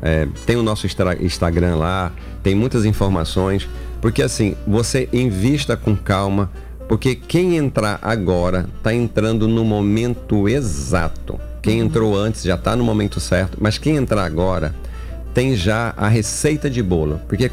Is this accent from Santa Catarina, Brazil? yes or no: no; Minas Gerais, Brazil; Eu sou mineiro.